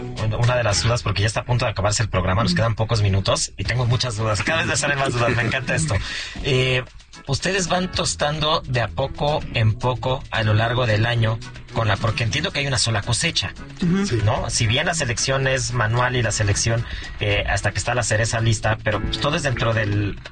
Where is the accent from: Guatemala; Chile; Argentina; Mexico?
Mexico; apoyemos lo mexicano como buenos mexicanos